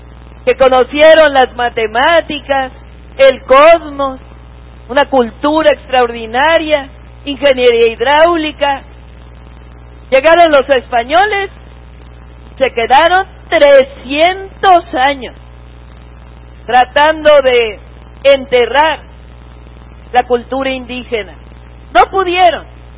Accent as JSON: {"language": "Spanish", "country": "Mexico", "said": "eso es lo que defendemos como mexicanas y mexicanos."}